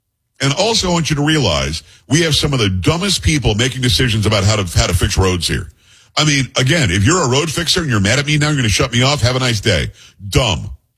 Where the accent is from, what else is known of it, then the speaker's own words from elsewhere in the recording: Florida, United States; born there; also born or lived in New York; now in Texas, United States; growing up in South Florida and also parts of New York